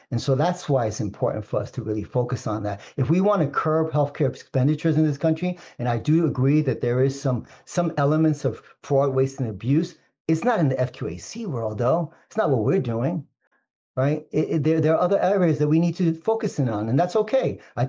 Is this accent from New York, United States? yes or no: yes; New York City, New York, United States; I grew up poor in East Harlem because we just didn't have the means, right?